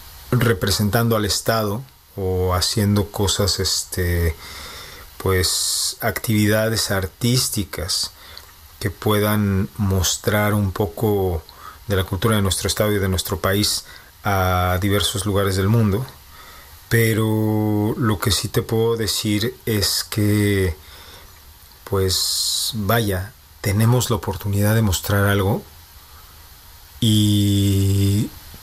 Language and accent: Spanish; Tamaulipas, Mexico; now in Czechia; solamente de mi estado, sino de mi país, de México, de mi país natal. Y bueno, esto por dos motivos, ¿no? El primero es que en lo que mi limitado conocimiento me permite expresar, no somos muchos tamaulipecos radicando en Chequia.